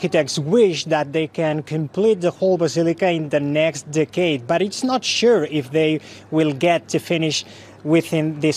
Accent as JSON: {"language": "English", "town": "Barcelona", "region": "Catalonia", "country": "Spain", "second_language": "English", "said": "I've been many, many times inside because I'm from here. I'm local from Barcelona."}